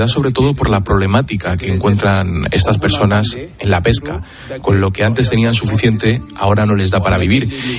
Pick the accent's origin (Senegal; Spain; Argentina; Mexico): Senegal; Mbour, Thiès; also born or lived in Morocco; Yo fui migrante en su momento. Salí de aquí, de Embur, y llegué a Marruecos, donde viví durante 12 años.